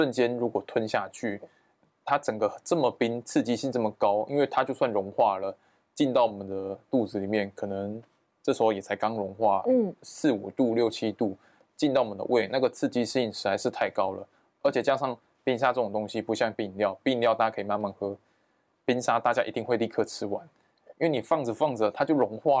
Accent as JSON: {"language": "Chinese", "country": "Taiwan", "said": "然后重点是我们台湾人又喜欢把水果当成饭后的甜点"}